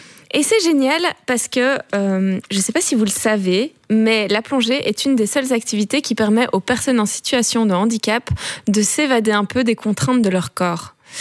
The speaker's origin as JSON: {"language": "French", "country": "Belgium", "said": "mélanges, hein, nous les Belges."}